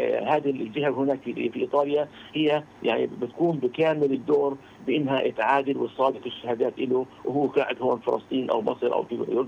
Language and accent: Arabic; Palestine; moved away; also born or lived in United States; كنا في امريكا وعدنا هنا كمان الى فلسطين